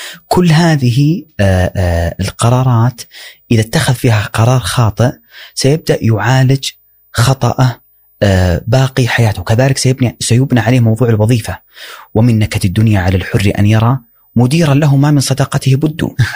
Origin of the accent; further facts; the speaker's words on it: Saudi Arabia; إذا قيل ما قبيلة تقول أنا سعودي.